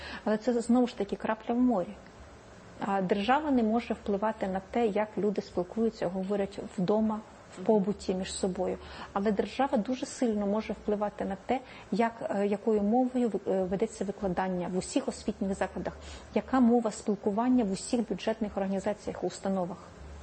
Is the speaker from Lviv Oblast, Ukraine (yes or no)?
no; Kyiv, Ukraine; Я киянка, так.